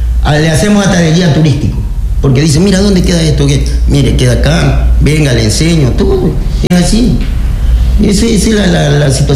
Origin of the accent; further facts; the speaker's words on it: Salinas, Santa Elena, Ecuador; Yo soy de Cantón Salinas, sí.